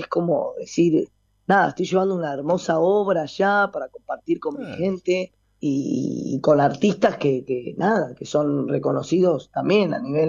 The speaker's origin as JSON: {"language": "Spanish", "town": "Chascomús", "region": "Buenos Aires Province", "country": "Argentina", "tie": "born or raised there", "moved": "yes"}